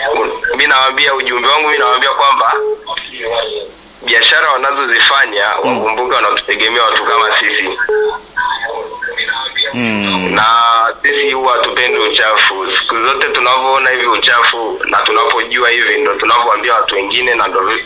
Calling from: Marangu, Kilimanjaro, Tanzania; natokea mkoani Kilimanjaro.

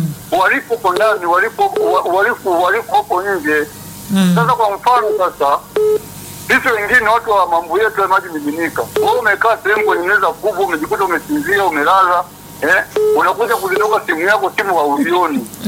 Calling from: Nyange, Geita, Tanzania; Natokea Nyange, wilaya ya Chato hapa.

